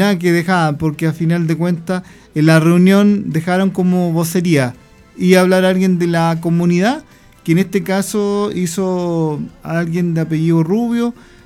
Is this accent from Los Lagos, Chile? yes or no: yes; Fresia, Los Lagos, Chile; yo fui de Fresia, yo siempre he sido de Fresia. Y yo siempre voy a decir que soy de Fresia.